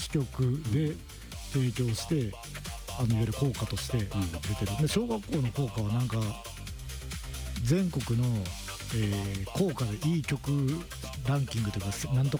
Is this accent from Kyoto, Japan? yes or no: no; Kagawa, Japan; そう、香川。